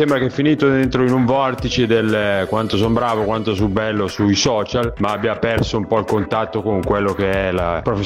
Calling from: Milan, Lombardy, Italy; da Milano.

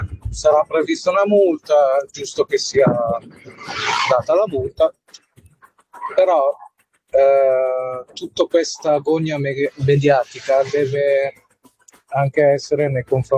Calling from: Bologna, Emilia-Romagna, Italy

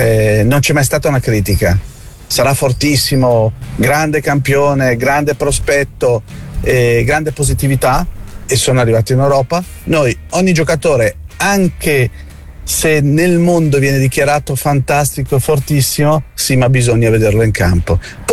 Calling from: Como, Lombardy, Italy

